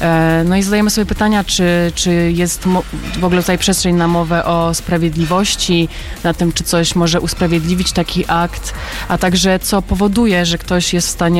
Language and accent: Polish; Greece; Polish is a second language; now in Poland; bo no, pochodzę z Grecji i w Grecji jest duży problem ze sprawiedliwością w instytucjach państwowych